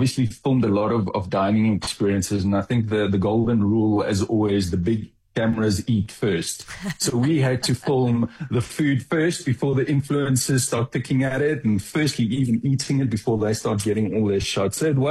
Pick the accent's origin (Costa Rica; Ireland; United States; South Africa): South Africa; I think being South African